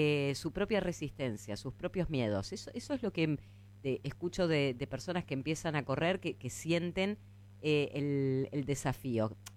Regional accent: Uruguay; Mirá que yo también soy uruguaya

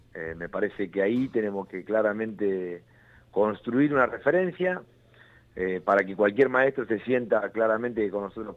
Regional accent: Santa Fe, Argentina; soy santafesino, sí, sí. Vivo acá y creo que que la ciudad de Santa Fe

